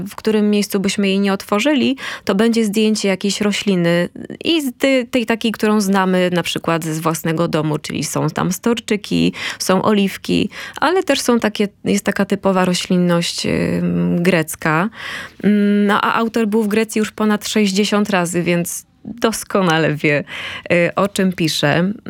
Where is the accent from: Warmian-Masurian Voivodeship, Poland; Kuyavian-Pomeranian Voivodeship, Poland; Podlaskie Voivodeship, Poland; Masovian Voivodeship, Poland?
Warmian-Masurian Voivodeship, Poland; Mrągowo; A ja się wychowałam w polskiej stolicy country.